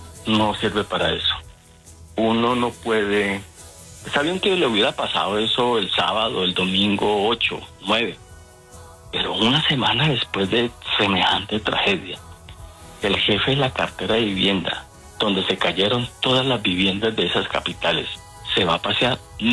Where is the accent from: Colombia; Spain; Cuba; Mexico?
Colombia; Sí, como colombiano digo, no, Julio, no sirvió, punto.